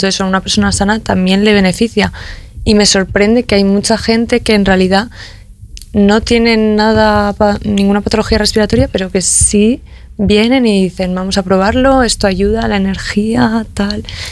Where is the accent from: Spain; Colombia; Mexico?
Spain; La Rioja; moved away; montarlo en mi pueblo también, que es mi familia, vive en La Rioja